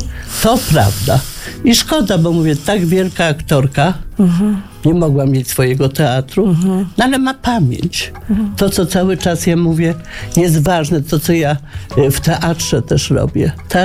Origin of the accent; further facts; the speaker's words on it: Łódź, Łódź Voivodeship, Poland; No nie, no i pewnie, że nie, i to wszyscy Żydzi z Łodzi i oglądaliśmy